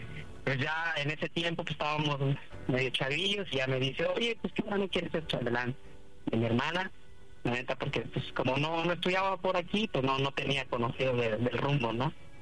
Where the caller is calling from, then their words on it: Tlaxcala, Mexico; Aquí de Tlaxcalita la Bella y tengo 28 años